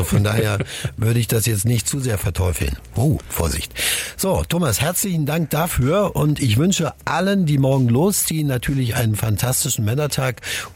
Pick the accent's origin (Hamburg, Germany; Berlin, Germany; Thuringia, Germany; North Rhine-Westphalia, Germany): Thuringia, Germany; ich komme aus dem Eichsfeld.